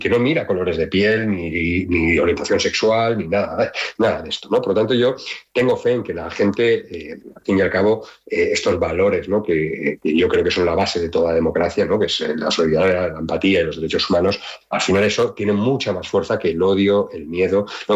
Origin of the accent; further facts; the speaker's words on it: Valencian Community, Spain; yo me acuerdo de la Dana, yo soy valenciano